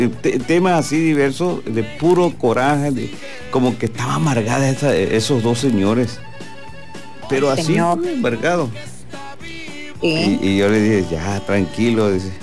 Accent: Mexico; somos nosotros los mexicanos.

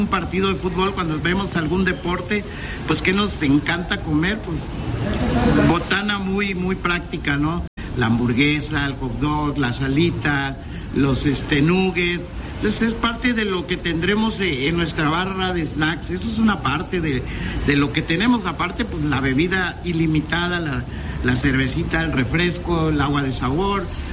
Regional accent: Veracruz, Mexico; como somos los mexicanos y sobre todo los jarochos.

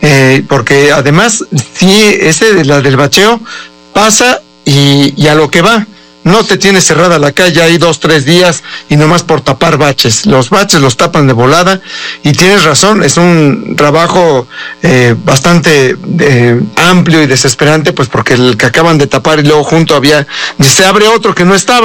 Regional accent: Puebla, Mexico; siendo poblano

